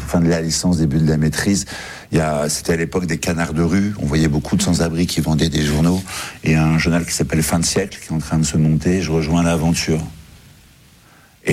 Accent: France; bonjour, je suis un Français.

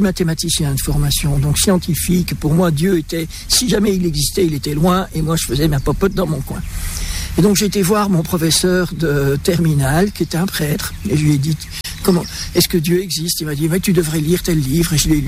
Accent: Kinshasa, DR Congo; born there; Donc, je suis né à Kinshasa, au Congo.

